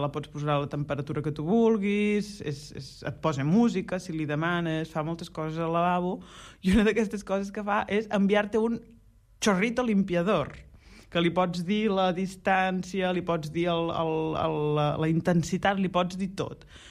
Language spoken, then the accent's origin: Catalan; Blancafort, Catalonia, Spain; tu ja saps que soc de Blancafort … modista de Blancafortina, poble de 400 habitants del Conca de Barberà